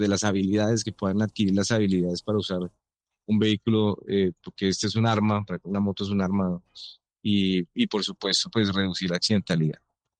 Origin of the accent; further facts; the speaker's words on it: Bogotá, Colombia; Yo soy bogotano y vivo en Bogotá, sí, señor.